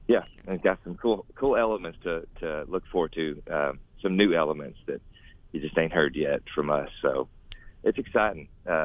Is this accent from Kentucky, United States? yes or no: yes; Kentucky, United States; then I'm from Grace County, and then so is Jonathan. So, you know, it works out. We're West Kentucky through and through.